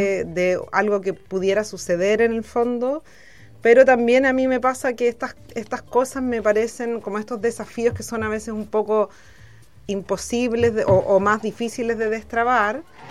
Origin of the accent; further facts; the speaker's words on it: Concepción, Biobío, Chile; now in Valparaíso, Chile; yo soy de Concepción